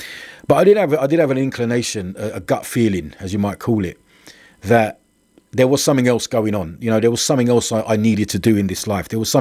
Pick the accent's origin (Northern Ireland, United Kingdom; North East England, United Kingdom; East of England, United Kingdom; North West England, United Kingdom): East of England, United Kingdom; Luton; I grew up in Luton in a ordinary environment. I live on an estate marsh farm. Anyone from Luton will know that, will hear of it.